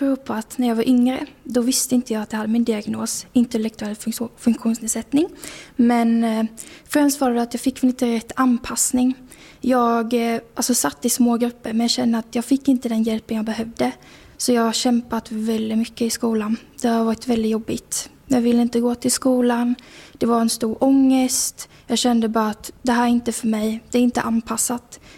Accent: Småland, Sweden; now in Västerås, Sweden; Jag flyttade till Västerås för jag är från Småland.

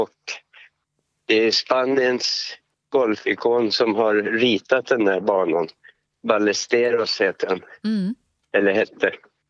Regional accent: Sveg, Jämtland County, Sweden; jag har gjort någon här hemma i Sveg bara på träning när jag har gått själv

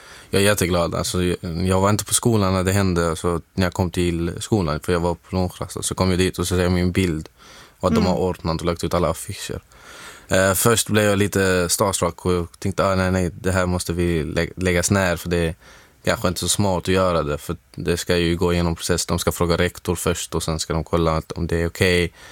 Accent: Syria; also born or lived in Egypt; now in Sweden; mitt hemland i Syrien.

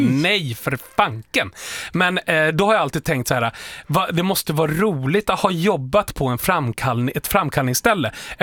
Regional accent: Djura, Dalarna County, Sweden; Eftersom både du och jag är ju från Djura.

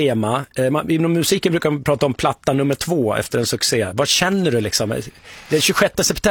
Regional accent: Gävle, Gävleborg County, Sweden; där jag kommer från, Gävle

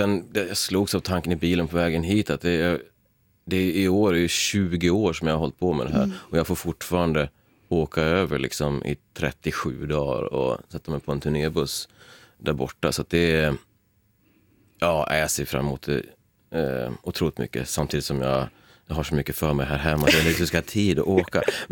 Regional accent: Leksand, Dalarna County, Sweden; also born or lived in Gagnef; växte upp i Leksand och i Gagne

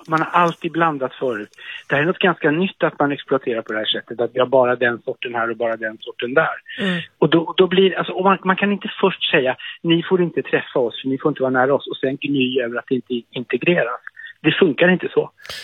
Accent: Stockholm, Stockholm County, Sweden; bodde i hyreshus eller bostadsrätt eller villa eller radhus i Högdalen där jag växte upp.

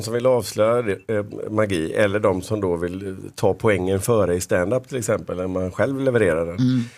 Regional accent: Gothenburg, Västra Götaland County, Sweden; born there; Ja, det var på Hisingen.

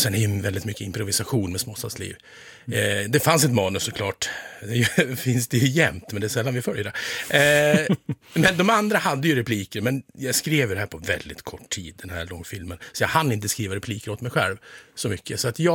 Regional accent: Gävleborg County, Sweden; där hemma i Hälsingland

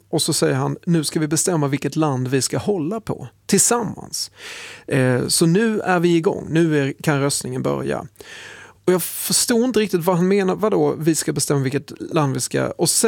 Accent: Skåne, Sweden; Och jag som är skåning, som barn så var ju Köpenhamn min huvudstad.

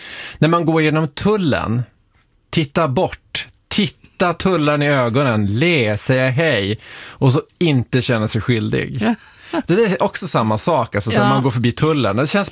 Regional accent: Luleå, Norrbotten County, Sweden; ja, men jag kommer från Luleå, säger jag.

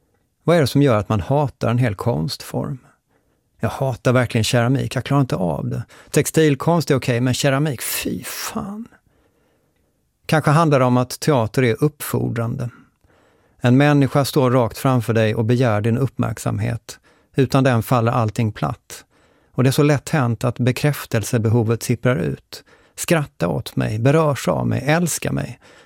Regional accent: Lund, Skåne, Sweden; born there; I studentstaden Lund, där jag kommer från, är studentspex-traditionen stark.

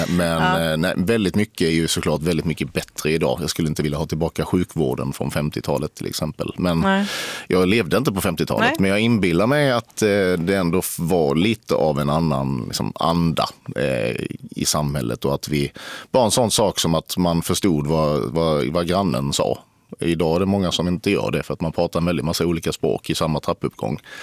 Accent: Sweden; jag som svensk

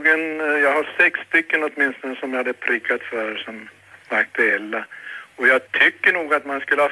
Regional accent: Kiruna, Norrbotten County, Sweden; now in Härnösand, Sweden; Ja, 3 år blir det väl. Jag kommer från Kiruna.

